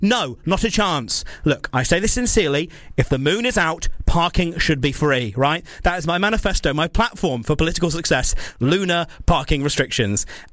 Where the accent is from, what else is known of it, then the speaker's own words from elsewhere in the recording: South West England, United Kingdom; Dorset Council, one close to my heart, my Dorset Council, probably my hometown council, has voted to scrap free evening parking in favour of 24/7 charges.